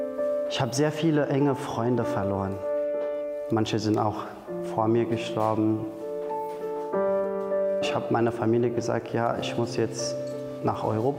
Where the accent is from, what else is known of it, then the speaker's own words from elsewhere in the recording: Syria; now in Germany; Ich komme aus Syrien. Ich bin vor fast 10 Jahren nach Deutschland geflüchtet.